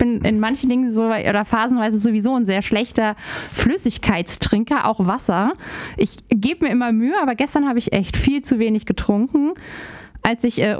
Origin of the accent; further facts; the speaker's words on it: Berlin, Germany; Ich bin kein Bayer einfach. Ich bin Berliner